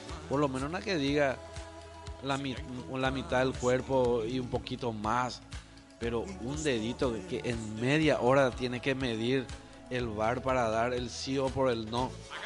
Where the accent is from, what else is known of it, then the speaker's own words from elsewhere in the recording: Paraguay; Nosotros, los paraguayos